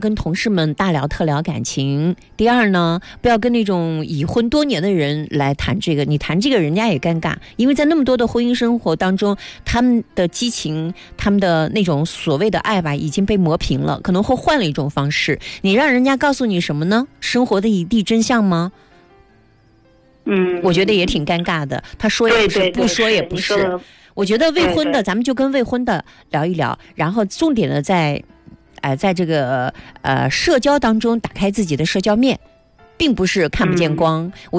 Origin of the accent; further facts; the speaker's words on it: China; 我们中国人家庭是这样的啊